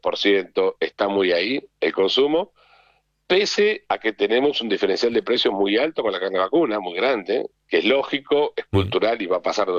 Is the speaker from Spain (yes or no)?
no; Argentina